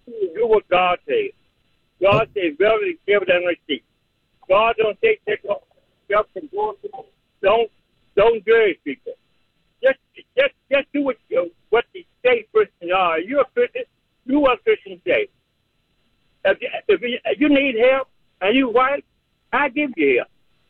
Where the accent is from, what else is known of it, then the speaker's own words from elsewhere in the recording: the South, United States; born there; I'm 73 years old. I was born in the South.